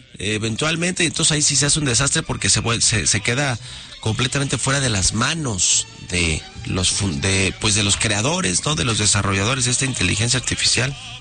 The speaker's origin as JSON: {"language": "Spanish", "country": "Mexico", "said": "pero sí somos muy mexicanos."}